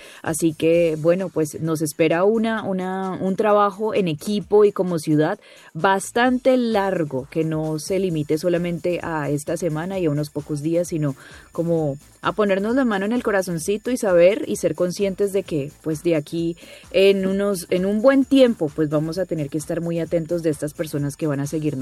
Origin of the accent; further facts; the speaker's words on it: Cali, Valle del Cauca, Colombia; born there; qué orgullo y qué emoción haber nacido en esta ciudad, un sitio tan lleno de gente espectacular y con un corazón enorme.